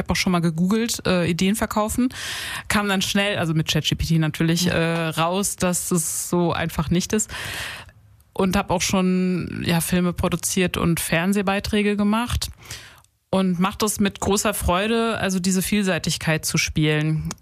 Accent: Rhineland-Palatinate, Germany; Also meine Familie kommt aus der Landwirtschaft und ich bin dann in die Kulturwirtschaft gegangen. Und ich komme aus der Nähe von Mainz in Rheinhessen, so gute Böden.

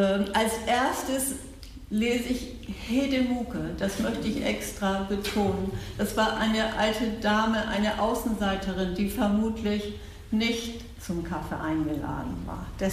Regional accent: Schleswig-Holstein, Germany; born there

